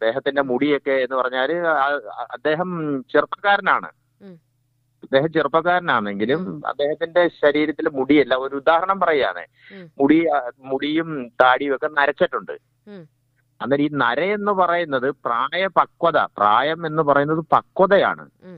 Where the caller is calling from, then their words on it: Thevalakkara, Kerala, India; ഞാൻ തേവലക്കര കോളേജിൽ നിന്ന് വിളിക്കുന്നത്